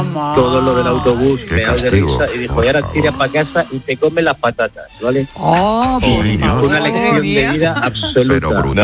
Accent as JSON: {"language": "Spanish", "town": "Leganés", "region": "Community of Madrid", "country": "Spain", "said": "Mi caso es fácil, soy de Leganés, de la zona sur, familia muy humilde, mi padre albañil"}